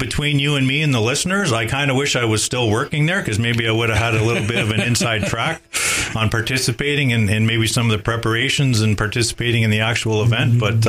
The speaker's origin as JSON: {"language": "English", "town": "Toronto", "region": "Ontario", "country": "Canada", "tie": "born or raised there", "said": "I'm 61 years old. I was born and raised in Toronto. Spent my my childhood in Toronto"}